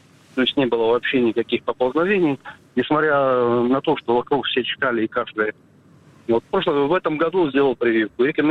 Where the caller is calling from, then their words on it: Kursk Oblast, Russia; Я из Курской области, 64 года, работаю.